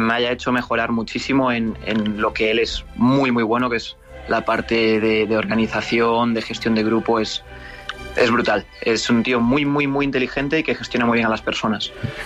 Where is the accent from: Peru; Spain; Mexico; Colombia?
Spain; Pero a mí como español, pues jugar contra el Barcelona me hace especial ilusión.